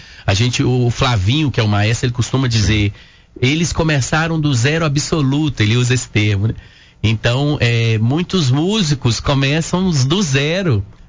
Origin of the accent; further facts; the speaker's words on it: Coronel Fabriciano, Minas Gerais, Brazil; Nascido e criado em Fabriciano